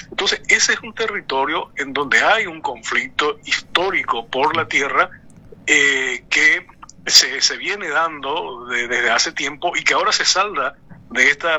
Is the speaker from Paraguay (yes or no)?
yes; Paraguay; como norteño, como hombre de tierra adentro, hombre del interior del país